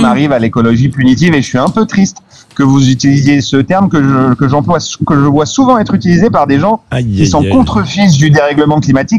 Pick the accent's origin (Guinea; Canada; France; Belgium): France; Mais je pourrais dire, en tant que Français, on s'enorgueillerait peut-être de montrer la voie, peut-être.